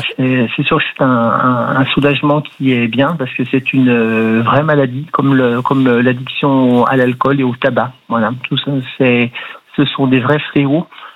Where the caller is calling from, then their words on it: Yenne, Auvergne-Rhône-Alpes, France; Je vous appelle à 30 km de Chambéry. Je vous appelle de Yenne, exactement.